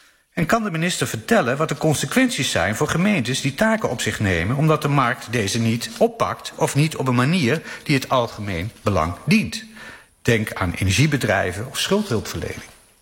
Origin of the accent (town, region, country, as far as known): Gelderland, Netherlands; born or raised there